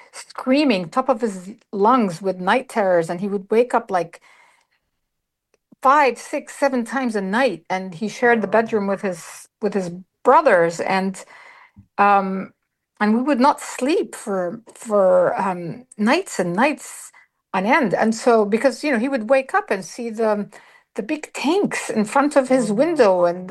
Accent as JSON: {"language": "English", "town": "Ramallah", "region": "West Bank", "country": "Palestine", "tie": "born or raised there", "also_born_or_lived": "Jerusalem", "moved": "yes", "said": "And my father's family are from Ramallah. And I was born and raised in Jerusalem and raised in Ramallah for most of my life."}